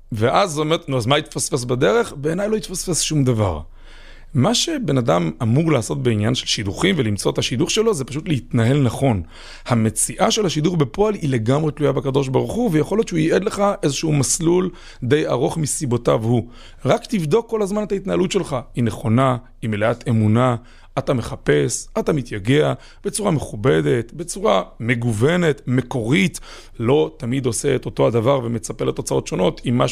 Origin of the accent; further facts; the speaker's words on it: Kfar Chabad, Central District, Israel; אז אני גדלתי בכפר חב"ד, לאבא ואמא מקסימים